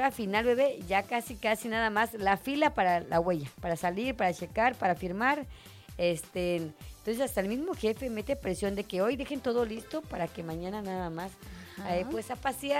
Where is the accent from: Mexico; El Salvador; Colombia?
Mexico; como buen mexicano, lo dejamos al último.